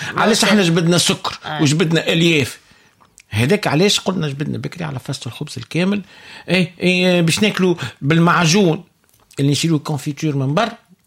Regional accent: Tunisia; عندنا في تونس

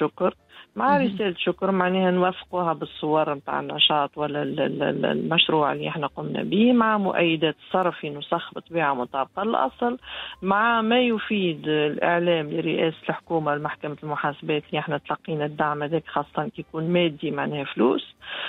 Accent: Tunisia; شوف تونس نقول لهم أنا راهو تونسي حنين وكريم

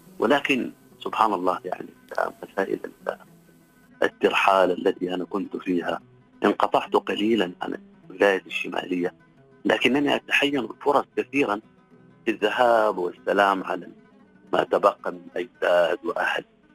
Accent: Sudan

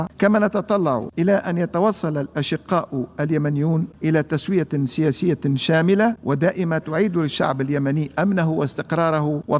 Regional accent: Tunisia; وإذ تندد بلادي تونس

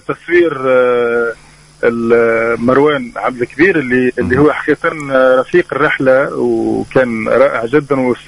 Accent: Tunisia; وحبيت ان نبين لبستنا والشاشية التونسية بتاعنا

